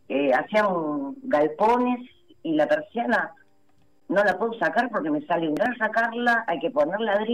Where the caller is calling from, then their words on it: Buenos Aires, Argentina; de Villa Urquiza.